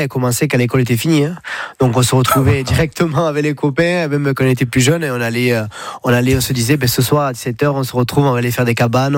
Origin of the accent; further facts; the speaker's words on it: Saint-Paul-de-Fenouillet, Occitanie, France; also born or lived in Perpignan; Et je suis originaire d'un petit village qui est à 40 km de Perpignan, Saint-Paul-de-Fenouillet. De 1300 habitants.